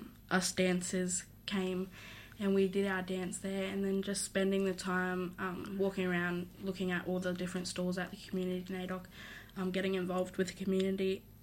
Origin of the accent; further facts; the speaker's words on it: Caboolture, Queensland, Australia; born there; now in Casino, Australia; Yeah, so I was born in Queensland, in Caboolture, which is past Brisbane. And I moved to Casino in 2020, so when I was about 12 years old.